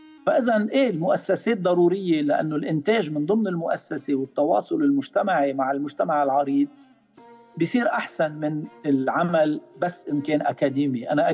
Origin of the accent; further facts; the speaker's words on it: Lebanon; نحن لبنانيين وحدودنا معروفة